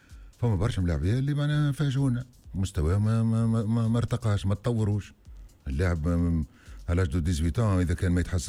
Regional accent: Tunisia; فإحنا في تونس

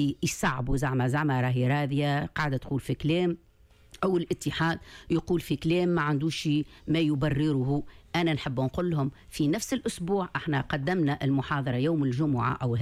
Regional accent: Tunisia

